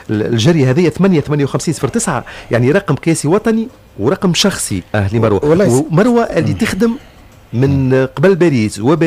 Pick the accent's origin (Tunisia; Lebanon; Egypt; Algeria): Tunisia; راني معناتها موظف في الاذاعه التونسيه وافتخر وراني تونسي وافتخر